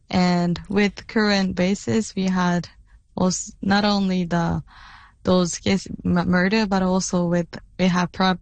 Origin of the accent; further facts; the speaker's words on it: Okinawa, Japan; English is a second language; I didn't speak English, but, you know, say hello. Military was there since I was born. But what my parents, also my family, told me that after the World War II, 1 in 4 citizen died during the World War II, Okinawa, Battle of Okinawa.